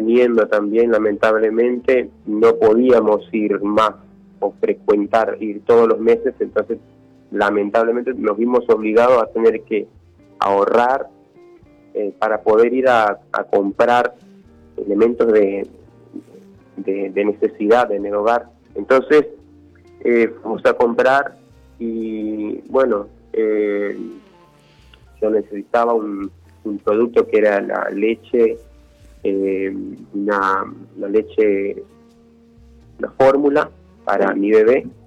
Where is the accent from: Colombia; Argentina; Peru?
Argentina; Oberá, Misiones; now in Buenos Aires, Argentina; Y bueno, hace 3 años que me vine para Buenos Aires, era de Overa Misiones